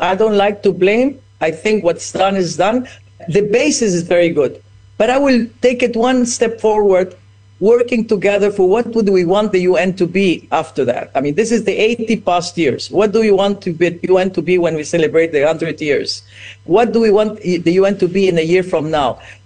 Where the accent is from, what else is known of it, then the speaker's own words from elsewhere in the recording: Ecuador; I was raised in Ecuador that Peru is my enemy.